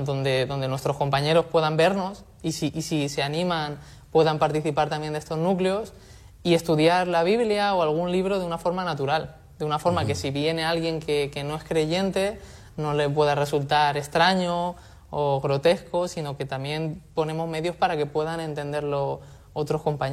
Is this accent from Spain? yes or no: yes; Castilla-La Mancha, Spain; yo soy manchego, vengo de la Universidad de Ciudad Real.